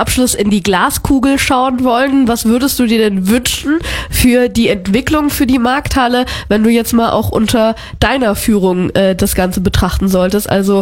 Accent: Saarland, Germany; jetzt kommt ein Thema, was mir als Saarländerin persönlich am Herzen liegt

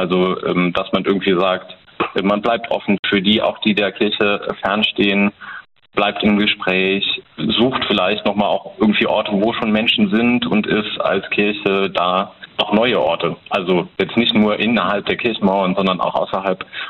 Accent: Trier, Rhineland-Palatinate, Germany; Also als ich hier ankam, also ursprünglich komme ich aus Trier. Die Trierer sind ja so ein bisschen zurückhaltender.

